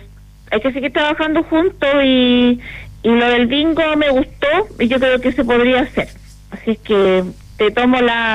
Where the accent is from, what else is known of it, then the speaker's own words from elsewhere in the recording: Angol, Araucanía, Chile; yo creo que somos chilenos y somos angolinos, y yo sé que vamos a salir de esta.